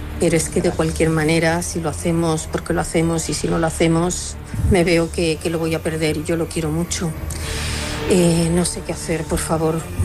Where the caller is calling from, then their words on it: Alcorcón, Community of Madrid, Spain; te llamo desde Alcorcón.